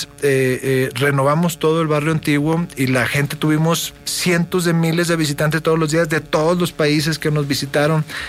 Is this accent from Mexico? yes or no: yes; Nuevo León, Mexico; A ver, el soccer, soy tigre. Soy de Nuevo León, por supuesto.